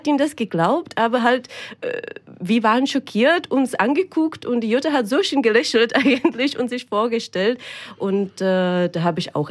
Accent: Rüsselsheim, Hesse, Germany; Auch aus Rüsselsheim.

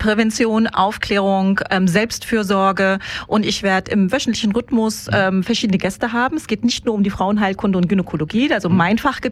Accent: Rüsselsheim, Hesse, Germany; Ich komme aus Rüsselsheim, bin 49 Jahre alt

